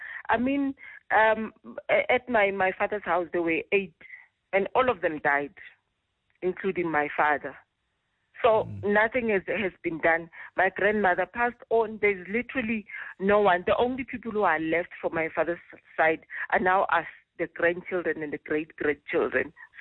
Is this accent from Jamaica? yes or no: no; Eswatini; when you hear somebody says, Ngwakangwane, and I'm from Swaziland